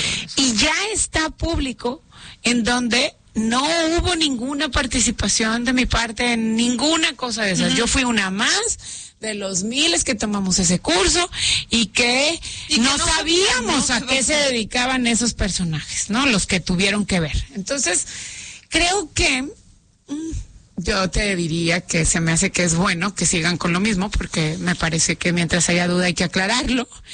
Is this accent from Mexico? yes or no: yes; Monterrey, Nuevo León, Mexico; nosotros, como cualquier regio